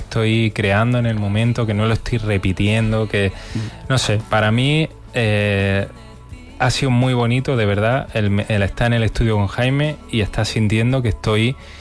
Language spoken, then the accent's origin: Spanish; Andalusia, Spain; also born or lived in Almería / Granada; Yo soy medio almeriense granaíno, y la familia de mi padre vive en Almería.